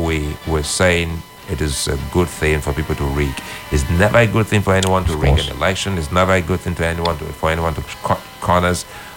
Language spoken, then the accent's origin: English; Nigeria